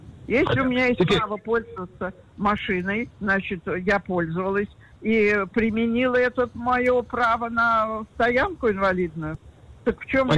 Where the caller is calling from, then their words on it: Tirat Carmel, Haifa District, Israel; я из Тират-Кармель.